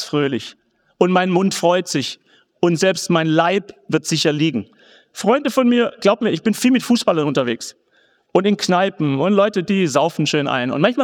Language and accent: German; Gaildorf, Baden-Württemberg, Germany; Meine Mutter Religionsunterricht in Geildorf, wo ich herkomme, im Schwabenland. Das heißt wirklich so Geildorf.